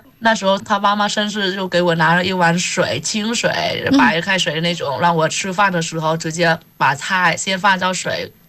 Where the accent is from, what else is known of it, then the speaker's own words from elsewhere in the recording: Vietnam; Chinese is a second language; moved away as an adult; now in China; 在我们越南的语言就是这样。